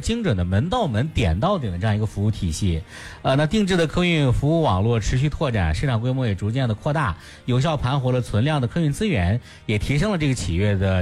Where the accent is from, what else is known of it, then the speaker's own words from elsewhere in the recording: Shanxi, China; 我们老家就是啊，当地没有，我们得坐到侯马。从红马再中转到别的城市去，